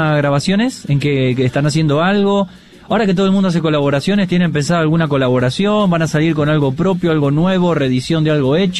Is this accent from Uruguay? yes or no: no; San Genaro, Santa Fe, Argentina; con Pablito somos de San Genaro.